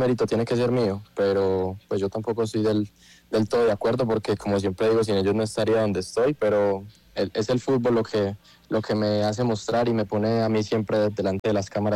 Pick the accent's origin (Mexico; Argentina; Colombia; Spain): Colombia; Santa Rosa de Cabal, Risaralda; born there; moved away; Yo soy nacido en Santa Rosa de Cabal.